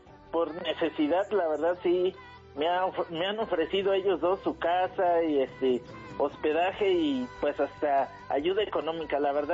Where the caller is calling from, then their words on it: Nicolás Romero, State of Mexico, Mexico; Pues, vivo en Nicolás Romero